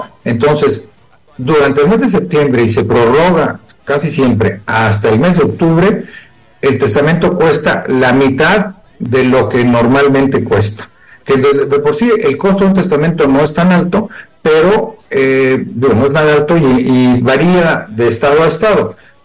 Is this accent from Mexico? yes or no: yes; Mexico; no se esperen como buenos mexicanos a hacer la cita el 30 de septiembre